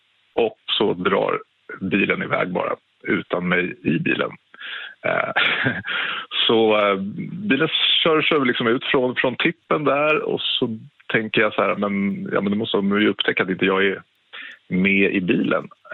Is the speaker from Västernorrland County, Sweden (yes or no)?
no; Täby, Stockholm County, Sweden; Jo, men det här utspelade sig när jag var 18 år, 1998, och bodde i Täby där jag växte upp.